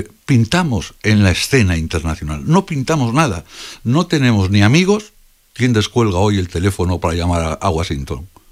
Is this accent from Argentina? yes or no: no; Spain; yo que me siento muy español y muy europeo